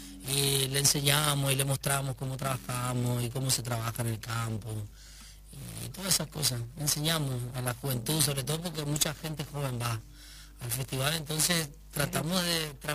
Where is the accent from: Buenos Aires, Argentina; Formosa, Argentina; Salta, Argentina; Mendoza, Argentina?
Formosa, Argentina; Gran Guardia; Se hace en mi casa, allá en Gran Guardia, mi pueblito